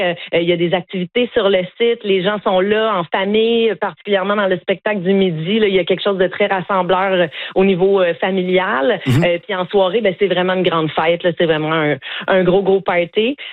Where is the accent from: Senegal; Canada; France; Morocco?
Canada; Quebec; Moi, je suis québécoise, elle vient de Calgary